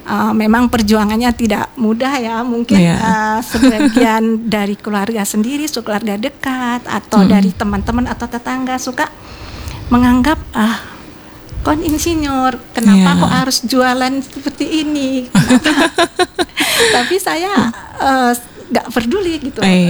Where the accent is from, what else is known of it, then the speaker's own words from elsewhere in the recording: Java, Indonesia; di situ kebetulan saya kan dari Jawa, dapat suami orang Minang